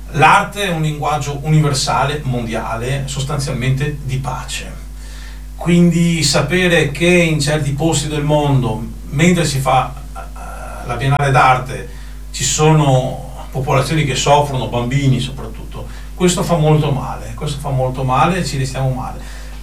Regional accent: Venice, Veneto, Italy; Ecco, noi come veneziani, come non addetti ai lavori, non è che ci cambi tanto la vita.

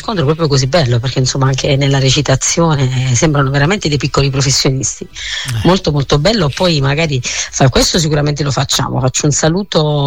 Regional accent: Lesina, Apulia, Italy; E lo realizzeremo in un teatro qui a 15 km dal mio paese, che è un po' più grande, perché non abbiamo un teatro così grande qui a Lesina.

